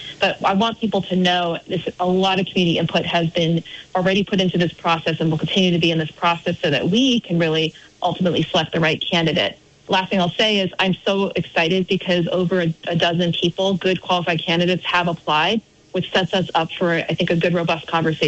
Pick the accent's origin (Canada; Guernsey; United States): Canada; Barrie, Ontario; I learned actually from a great legislator when I served alongside Peter Anthony from my hometown of Barrie